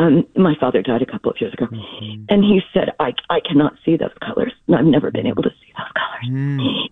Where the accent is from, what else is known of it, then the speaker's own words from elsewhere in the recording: Texas, United States; I'm a Texan originally.